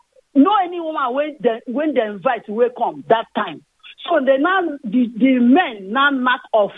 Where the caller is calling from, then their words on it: Delta, Nigeria; I come from Delta State, Ndokwa East.